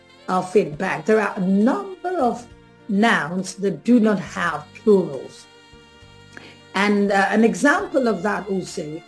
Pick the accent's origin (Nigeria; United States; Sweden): Nigeria